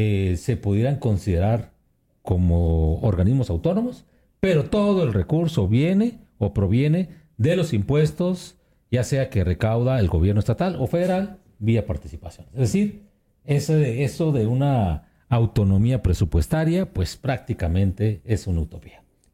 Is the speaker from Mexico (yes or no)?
yes; Mexico; estamos como mexicanos